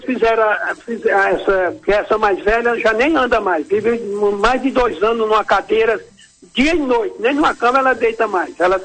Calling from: Tangará da Serra, Mato Grosso, Brazil; Eu falo de Tangará da Serra, Mato Grosso, padre.

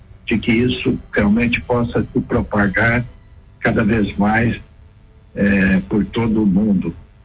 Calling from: Campo Grande, Mato Grosso do Sul, Brazil; Eu estou falando de Campo Grande, Mato Grosso do Sul.

